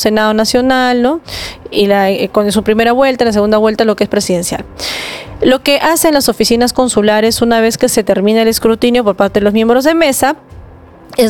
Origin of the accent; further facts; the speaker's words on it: Peru; Todos somos peruanos